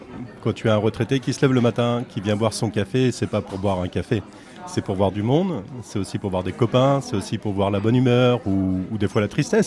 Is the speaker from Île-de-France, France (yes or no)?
yes; Rungis, Île-de-France, France; moved away as an adult; also born or lived in Canada; now in Touraine, France; J'ai exercé beaucoup à Paris puisque je suis natif de là-bas, je suis natif de Rungis. Donc j'ai exercé aussi à Rungis.